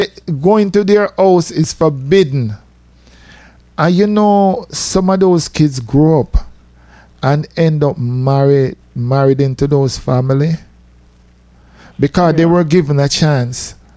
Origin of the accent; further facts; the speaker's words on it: Jamaica; now in United States; You see, like when we were growing up in Jamaica, everybody know each other in the community.